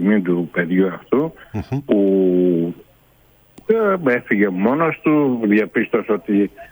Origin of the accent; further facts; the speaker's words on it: Greece; Είμαστε υπερήφανοι σαν Έλληνες